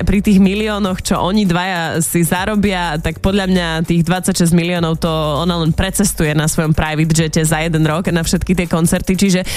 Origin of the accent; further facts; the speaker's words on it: eastern Slovakia, Slovakia; pretože u nás na východe